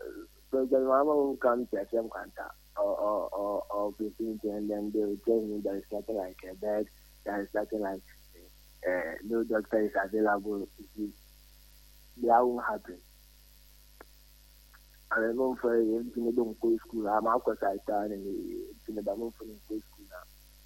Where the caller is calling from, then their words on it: Sikkim, India; I am calling from Sikkim.